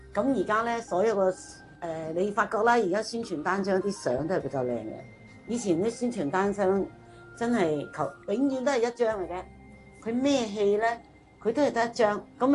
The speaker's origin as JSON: {"language": "Cantonese", "country": "Macau", "tie": "born or raised there", "said": "我咧就系、是、澳门啦，土生土长嘅，咁但系咧就系、是、我系佛山人，"}